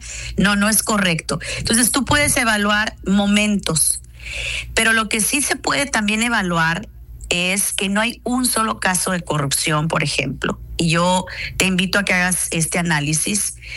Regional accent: Sonora, Mexico; Pues yo creo que soy una sonorense como todos, honestos, francos, echados para adelante.

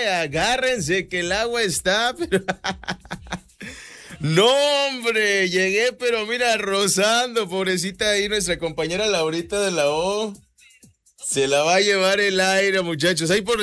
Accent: Mexico

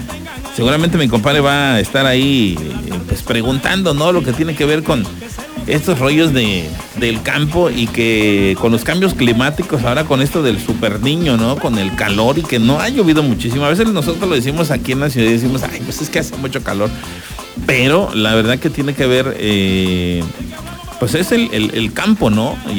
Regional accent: Mexico; nuestra creencia como mexicanos.

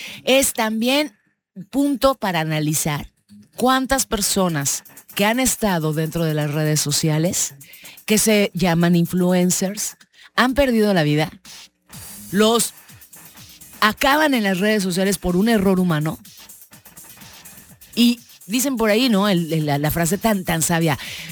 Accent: Mexico; Yo estoy dando seguimiento a varias cosas, porque soy mexicana. A mí sí me interesa lo que mi país haga, deshaga.

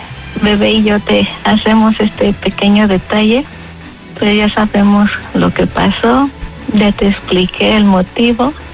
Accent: Mexico City, Mexico; De la Ciudad de México.

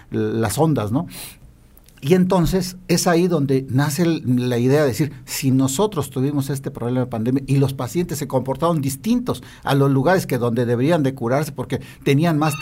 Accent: Comitán, Chiapas, Mexico; ahí en mi pueblo, en Comitán, yo soy de Comitán

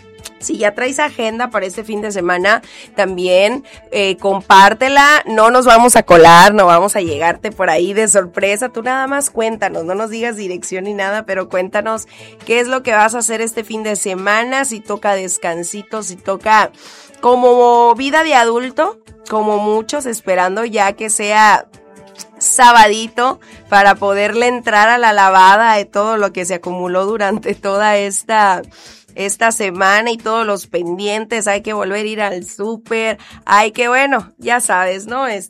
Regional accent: Mexico

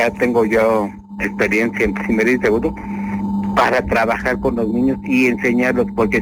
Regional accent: Tapachula, Chiapas, Mexico; Yo, porque soy originario de Tapachula

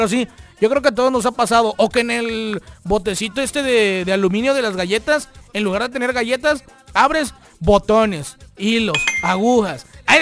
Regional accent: Mexico; Regularmente somos mexicanos

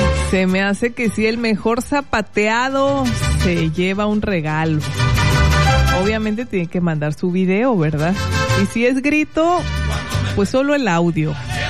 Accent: Mexico

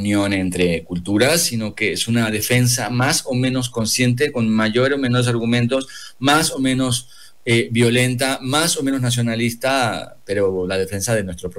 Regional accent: Mexico; born there; also born or lived in Argentina; mi madre se exilió de Chile, se fue a Argentina, yo nací en Argentina, mi padre tuvo que exiliarse de Argentina y nos vinimos a México los tres. Entonces yo ya crecí en un hogar donde había una chilena, un argentino y a la vez vivíamos en México

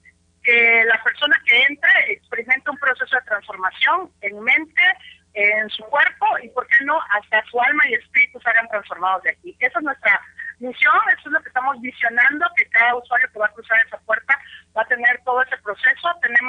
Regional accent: Tuxtla Gutiérrez, Chiapas, Mexico; Como bien lo dice nuestra amiga Vicky, vengo de Tuxtla Gutiérrez

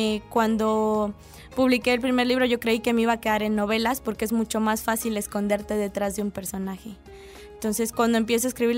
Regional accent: Chiapas, Mexico; ¿tú eres de Chiapas? Y yo, sí.

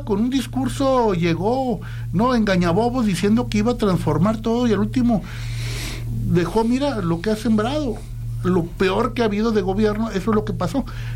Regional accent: Sonora, Mexico

